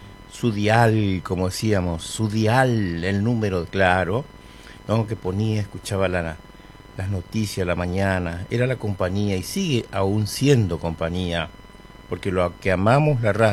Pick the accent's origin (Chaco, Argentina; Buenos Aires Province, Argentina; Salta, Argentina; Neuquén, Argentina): Chaco, Argentina; moved away; En la provincia, en mi pueblo, en el Chaco